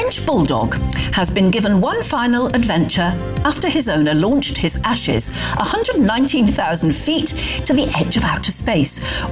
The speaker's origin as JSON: {"language": "English", "region": "West Midlands", "country": "United Kingdom", "tie": "born or raised there", "said": "I was brought up in Worcestershire, very near Evesham, which is Evesham Vale, which is apple-growing country"}